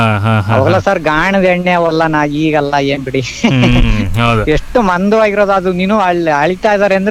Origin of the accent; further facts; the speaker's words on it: Karnataka, India; born there; ಹಿಂದೆ ನಾವು ಸಣ್ಣ ಮಕ್ಳಿದ್ದಾಗ ನಮ್ಮ ಹಳೆಕಟ್ಟೆ ಇದೆ ಒಂದು ಊರ ಮಧ್ಯದಲ್ಲಿ